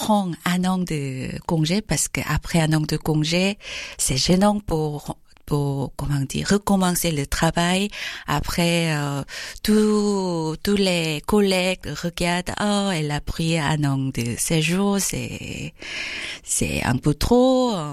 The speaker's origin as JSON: {"language": "French", "region": "Seoul", "country": "South Korea", "second_language": "French", "said": "Oui, je suis venue de Séoul, la capitale de Corée du Sud. Je dois me préciser parce que j'entends très souvent la question, vous venez d'où? Corée du Nord, Corée du Sud? Donc oui, je suis sud-coréenne, oui, je viens de la Séoul."}